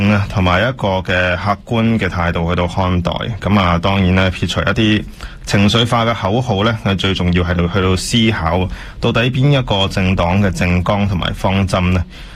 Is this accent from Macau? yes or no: no; Canada; 咁我哋加拿大人係咪俾政府背刺咧？